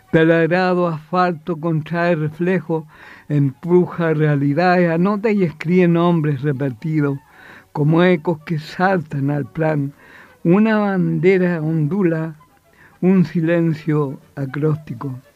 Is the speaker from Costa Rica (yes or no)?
no; San Bernardo, Santiago Metropolitan Region, Chile; Elena también conoció muy seguido a mi pueblo natal, San Bernardo, y me cuenta sus momentos.